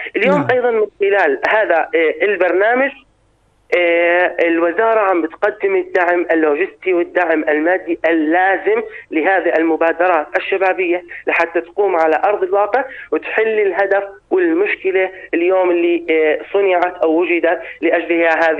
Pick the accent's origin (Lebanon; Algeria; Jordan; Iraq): Jordan; Irbid, Irbid Governorate; انا من اربد